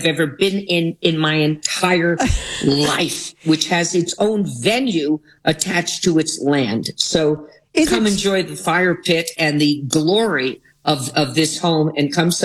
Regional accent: United States; I'm an American like you. I love my country. I love my country. But if I need to defend my particular birthright, let us say, with my particular religious, the religion I was born into

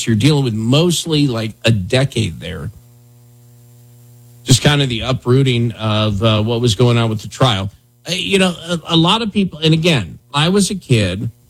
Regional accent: Wyoming, United States; moved away as an adult; That's growing up in Wyoming, man.

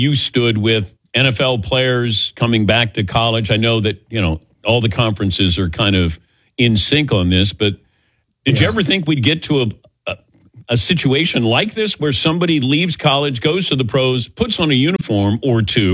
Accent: Ohio, United States; I grew up in Ohio

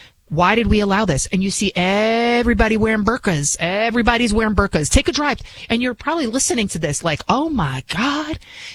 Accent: Bronx, New York, United States; Where I'm from in the Bronx, right? You could probably tell I'm from the Bronx originally. That neighborhood used to be all Irish, all Catholic. Then it became a little bit Puerto Rican. Now it's all Muslim.

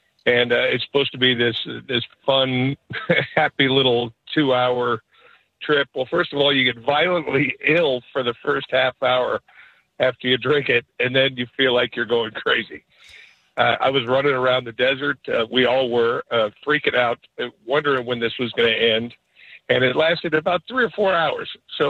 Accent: Arizona, United States; I'm from Arizona, so I wanted to see the cool lights and everything.

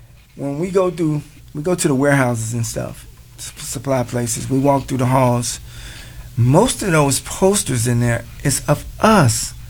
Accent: Chicago, Illinois, United States; I'm from Chicago.

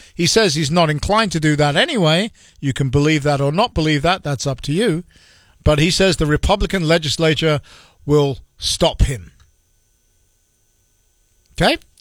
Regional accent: London, United Kingdom; now in Iowa, United States; I grew up in London.

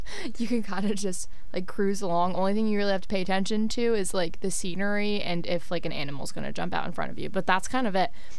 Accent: Vermont, United States; now in Washington, D.C., United States; I'm also one of the hosts, and I'm from Vermont.

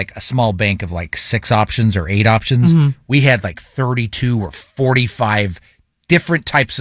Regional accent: Utah, United States; I grew up in Utah, where soda fountains are king.

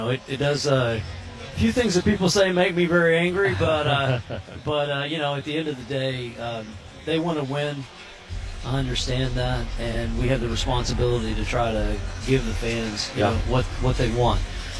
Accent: Mesquite, Texas, United States; born or raised there

